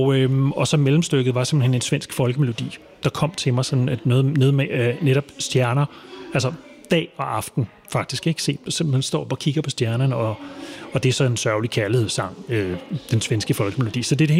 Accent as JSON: {"language": "Danish", "area": "Amager", "region": "Capital Region of Denmark", "country": "Denmark", "tie": "born or raised there", "said": "jeg voksede op på Amager, og der var ikke så meget inspiration der, synes jeg."}